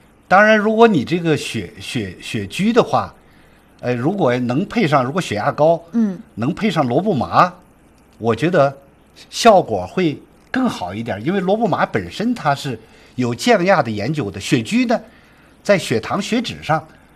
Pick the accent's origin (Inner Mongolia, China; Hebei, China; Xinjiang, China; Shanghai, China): Xinjiang, China; 特别是我们新疆人呢，吃有的吃奶酪。喜欢吃烤肉。